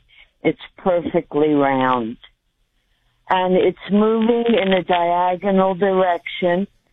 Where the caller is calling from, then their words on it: New Jersey, United States; I'm calling from South Jersey